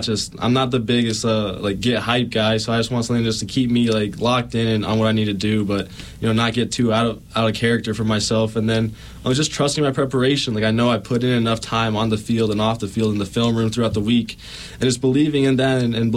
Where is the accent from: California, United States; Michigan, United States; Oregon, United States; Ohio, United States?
Michigan, United States; Muskegon; moved away as an adult; now in Virginia, United States; So I'm from Muskegon, Michigan originally.